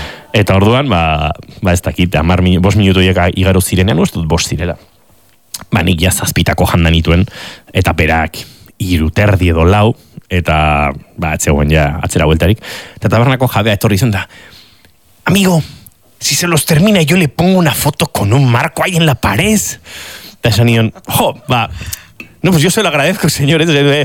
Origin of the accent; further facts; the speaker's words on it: Spain; Bat, ni naiz espainola, ni euskalduna naiz, hau espainola, eta esan egon noski.